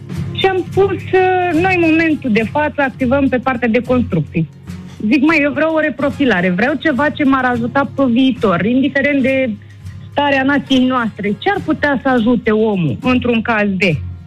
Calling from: Pitești, Argeș, Romania; Din Pitești, dragilor.

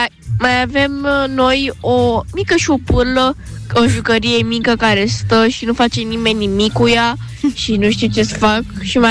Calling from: Popești, Romania; din Popești, am 10 ani

